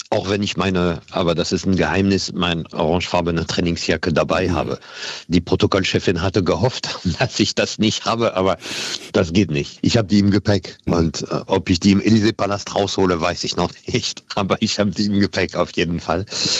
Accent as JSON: {"language": "German", "town": "Paris", "region": "Île-de-France", "country": "France", "tie": "born or raised there", "second_language": "German", "moved": "yes", "lives_now": "Germany", "said": "Ich bin eigentlich Franzose, in Paris geboren, in Paris aufgewachsen, mit einer besonderen Geschichte, nämlich meine Großmutter war Auschwitz-Überlebende. Mit dieser Geschichte bin ich nach Deutschland gekommen und dachte, ich bleibe einfach nur kurz."}